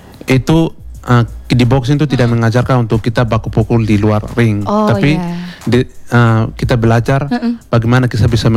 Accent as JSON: {"language": "Indonesian", "region": "Papua", "country": "Indonesia", "tie": "born or raised there", "moved": "as an adult", "lives_now": "Ende, Indonesia", "said": "Kalau saya asal dari Papua."}